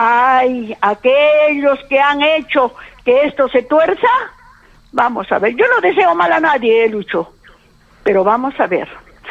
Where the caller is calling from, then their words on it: Peru; Yo agradezco a mi pueblo de Carmen Alto